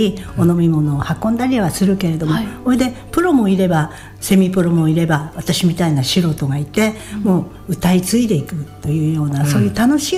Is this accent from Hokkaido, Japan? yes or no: yes; Sapporo, Hokkaido, Japan; でお母ちゃんと私が札幌で生まれ育ったんですけれども